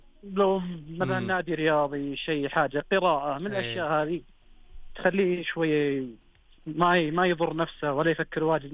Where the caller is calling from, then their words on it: Asir, Saudi Arabia; أنا من عسير يا طول عمر.